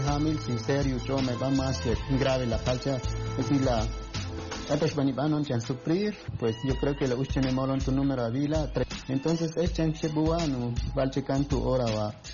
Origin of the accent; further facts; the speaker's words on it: Quiché, Guatemala; first language Ixil; En mi dialecto, porque soy Ishil.